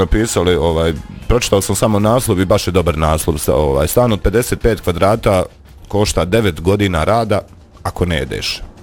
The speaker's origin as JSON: {"language": "Bosnian", "country": "Bosnia & Herzegovina", "said": "Kao Bosanci i Hercegovci, kao mi, potrošači, kao"}